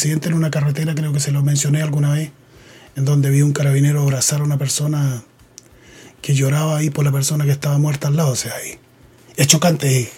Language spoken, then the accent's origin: Spanish; Futaleufú, Los Lagos, Chile; moved away; la que fue un día mi tierra, porque yo nací allá, me crié allá en esa zona, sector El Azul